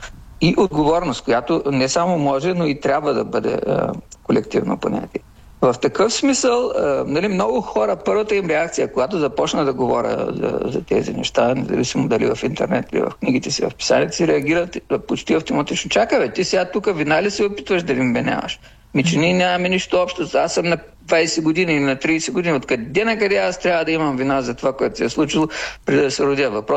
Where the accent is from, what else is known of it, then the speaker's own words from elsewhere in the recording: Bulgaria; съм от Източна България, където има много турци